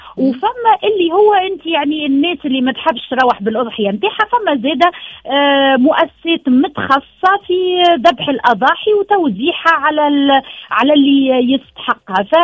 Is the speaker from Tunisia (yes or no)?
yes; Tunisia; moved away as an adult; now in China; فهذاك العيد الوحيد اللي عديته في تونس من 2007 وسنة كما قلت لك يعني العيد رقم 20 في الصين